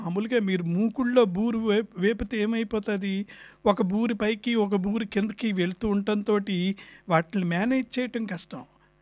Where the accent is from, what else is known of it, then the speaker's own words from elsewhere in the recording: West Godavari district, Andhra Pradesh, India; moved away as an adult; now in Sydney, Australia; మాది పశ్చిమ గోదావరి జిల్లా